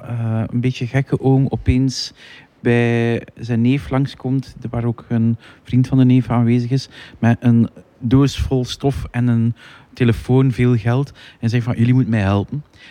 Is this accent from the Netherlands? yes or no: no; Adegem, Flanders, Belgium; accent: in-between dialect of East and West Flanders; now in Ghent, Belgium; ik kom uit een dorpje. Een dorpje buiten de wereld, Adegem. Dat is bijna van dat dorp vandaar. En dat zit echt op de grens tussen Oost- en West-Vlaanderen. Mm. En Johan Taaldeman heeft ooit mij uitgelegd dat dat een letterlijk tussendialect is.